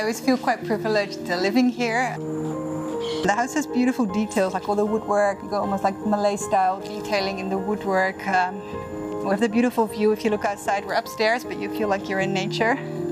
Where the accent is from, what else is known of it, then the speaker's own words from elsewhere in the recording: Netherlands; English is a second language; also born or lived in Borneo; now in Singapore; I'm originally from the Netherlands. I've lived in 8 countries, but I've called Singapore home since 2012. I love nature, I love jungle, probably because I grew up in Borneo, part of my childhood.